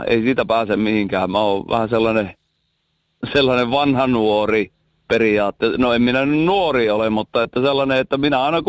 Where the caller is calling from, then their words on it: South Ostrobothnia, Finland; ollaan Ähtärin vieressä